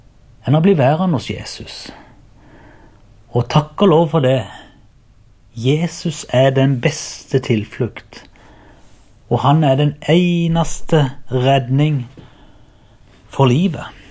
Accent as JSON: {"language": "Norwegian", "town": "Byremo", "region": "Agder", "country": "Norway"}